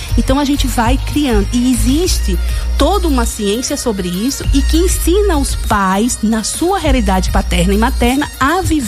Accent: Northeast Region, Brazil; E eu sou nordestina? É!

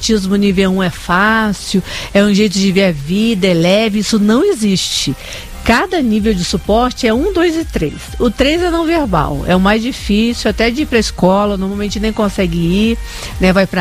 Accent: Rio de Janeiro, Brazil; accent: gaúcho; also born or lived in Rio Grande do Sul; Eu tenho esse sotaque meio de gaúcha, ah. Mas eu não sou gaúcha.

